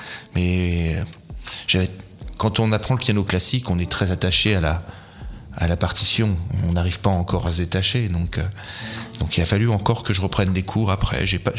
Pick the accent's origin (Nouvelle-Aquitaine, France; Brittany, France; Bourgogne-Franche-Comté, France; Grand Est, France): Grand Est, France; Troyes; also born or lived in Paris; moi, je suis né à Troyes. J'ai grandi à Troyes. J'ai fait mes écoles à Sainte-Savine, Saint-André, puis à nouveau à Sainte-Savine pour le lycée. Puis après, je suis parti un petit peu à Paris pour faire mes études.